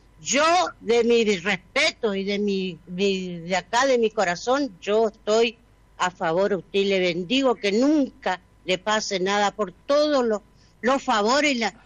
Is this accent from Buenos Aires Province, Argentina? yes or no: no; Chaco, Argentina; Yo me crié acá en el Chaco al peronismo, como se debe ser, con buenas letras, con el corazón.